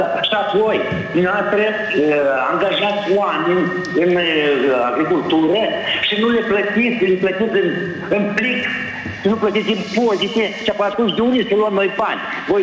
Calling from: Căușeni, Căușeni District, Moldova; Sunt de la Căușeni.

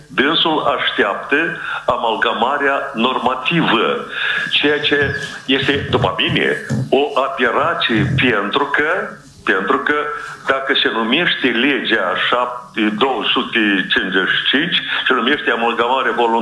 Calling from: Ștefan Vodă District, Moldova

